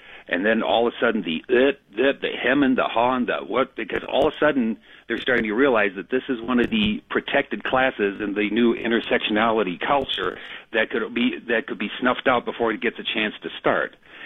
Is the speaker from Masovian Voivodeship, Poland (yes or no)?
no; Lublin, Lublin Voivodeship, Poland; I'm from Lublin.